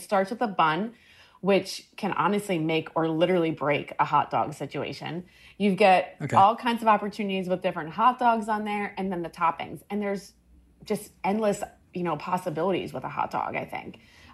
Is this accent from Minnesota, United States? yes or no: no; Maryland, United States; born or raised there